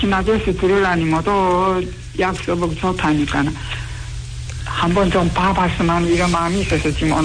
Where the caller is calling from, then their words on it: Longjing, Jilin, China; 저는 용정입니다.